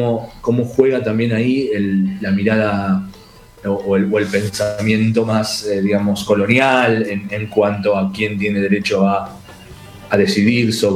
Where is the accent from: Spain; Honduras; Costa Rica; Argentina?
Argentina; nosotros como argentinos, como cultura, como nación